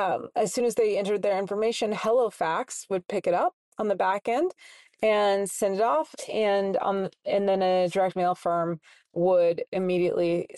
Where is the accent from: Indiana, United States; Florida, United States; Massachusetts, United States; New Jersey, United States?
Indiana, United States; Indianapolis; I'm from Indianapolis, Indiana, and I can't vote by mail until I'm 65 years old.